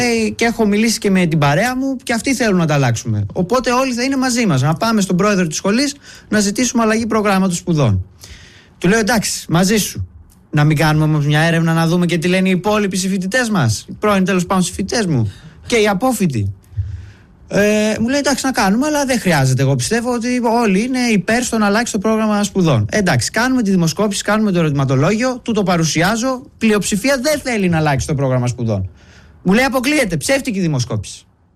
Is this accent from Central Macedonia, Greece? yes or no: yes; Thessaloniki, Central Macedonia, Greece; Θεσσαλονίκη.